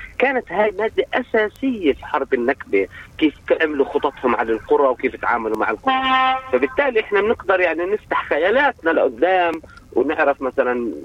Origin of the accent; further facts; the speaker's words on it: Palestine; كيف إحنا بنشوفه كفلسطينيين